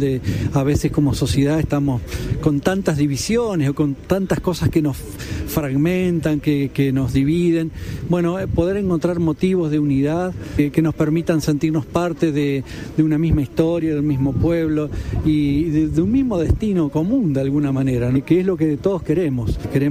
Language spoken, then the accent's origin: Spanish; Uruguay; Porque somos pueblo uruguayo